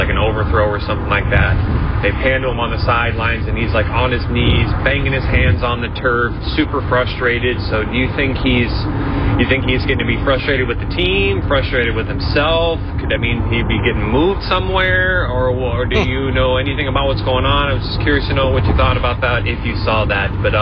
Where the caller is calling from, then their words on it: South St. Paul, Minnesota, United States; here from South St. Paul